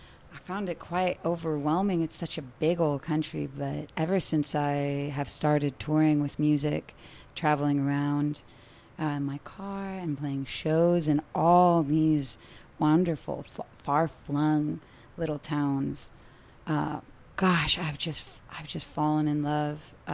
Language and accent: English; India; now in Jonesboro, United States; but my mom ran off and she married my pops and raised me and my sister over in India. So I grew up with some very different radio stations, Brad. But yeah, so I grew up over there.